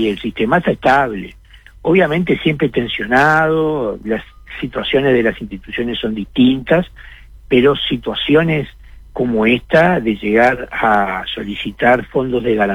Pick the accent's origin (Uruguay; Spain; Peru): Uruguay; somos todos los uruguayos.